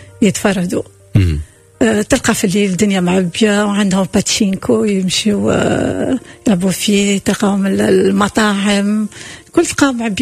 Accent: Tunisia; وقتها جيت من تصور جيت من تونس ومستشفيات أول مرة نشوف مستشفى هكيكا

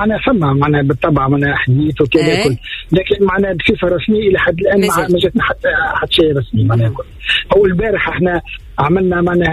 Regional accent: Tunisia

